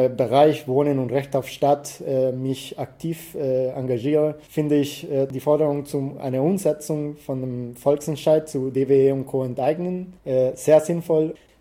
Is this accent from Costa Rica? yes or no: yes; Costa Rica; now in Berlin, Germany; Ja, ich komme ursprünglich aus Costa Rica und ich bin Jahr 2018 nach Deutschland gekommen. Damals nach Berlin, aber bin ein paar Mal umgezogen wegen Studium.